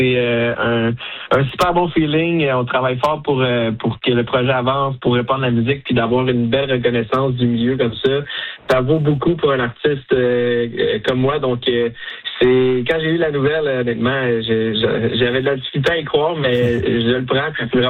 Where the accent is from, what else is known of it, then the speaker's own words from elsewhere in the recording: Quebec, Canada; first language French; moi, je viens du Québec. J'ai décidé de faire de la musique country en français parce que ben c'est ma langue maternelle